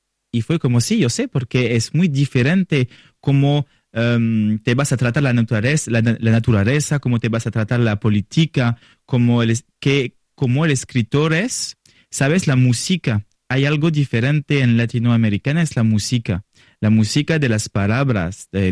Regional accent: France; Spanish is a second language; also born or lived in Costa Rica / Panama / Mexico; yo no soy un latino, pero hablo de esta cultura como un francés. Yo tengo linajes de Colombia también, pero yo soy un francés.

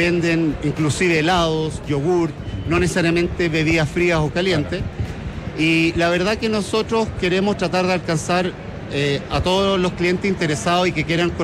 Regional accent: Chile; yo como chileno hace mucho tiempo que quise traer el producto acá.

